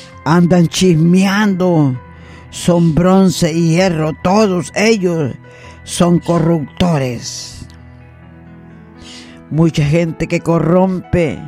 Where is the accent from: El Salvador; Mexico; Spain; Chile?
El Salvador; de mi país, El Salvador